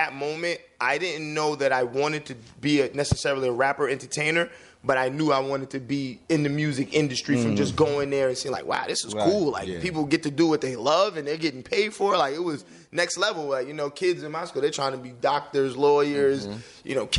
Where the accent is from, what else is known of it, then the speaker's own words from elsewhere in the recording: Long Island, New York, United States; born there; also born or lived in Brooklyn, New York; I'm a Long Island guy, but I was born in Brooklyn. I came to Long Island, I don't know, maybe 7, 8, 9, somewhere around there. So I'm a Long Island guy.